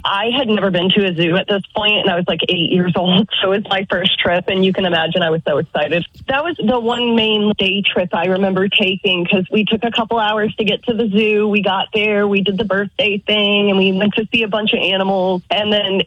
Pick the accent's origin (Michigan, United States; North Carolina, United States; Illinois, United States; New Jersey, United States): North Carolina, United States; So I grew up in North Carolina.